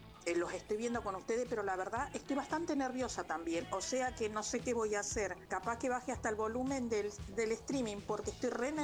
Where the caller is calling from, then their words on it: Florencio Varela, Buenos Aires Province, Argentina; de Florencio Varela